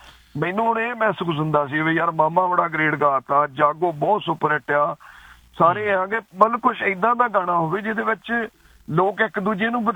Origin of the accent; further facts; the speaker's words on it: Hussainpur, Punjab, India; now in England, United Kingdom; ਅਸੀਂ ਨਕੋਦਰ ਦੇ ਨਾਲ, ਸਾਡਾ ਪਿੰਡ ਆ ਜੀ ਹੁਸੈਨਪੁਰ